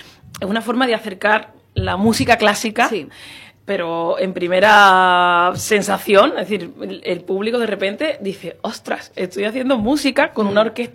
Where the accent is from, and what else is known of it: La Puebla del Río, Andalusia, Spain